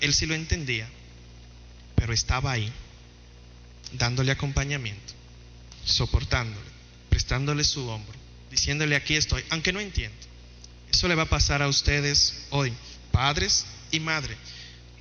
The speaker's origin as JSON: {"language": "Spanish", "country": "Dominican Republic", "tie": "born there", "said": "Nosotros que tenemos la dicha de haber nacido primero en esta bendita República Dominicana, que está, ¿verdad?, permeada por los valores del cristianismo, y más aún en este Cibao, permeado más fuertemente por estos valores cristianos católicos"}